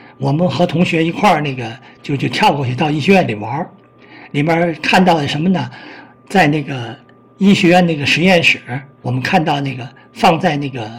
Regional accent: Tianjin, China; 我是在和应村出生、长大，一直到上大学，然后是90年代和应村平房改造以后，才真正离开和应村。

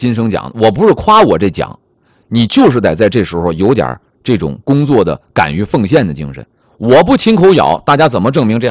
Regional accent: Dandong, Liaoning, China; moved away; 在我的老家辽宁丹东

